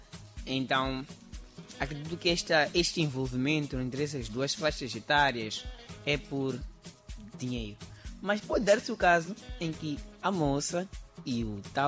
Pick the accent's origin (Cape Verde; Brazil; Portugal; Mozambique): Mozambique; Vamos olhar para a nossa cultura. Nós somos moçambicanos. Sabemos como é que a nossa sociedade se comporta ou se comportou desde que... desde lá dos primórdios, né?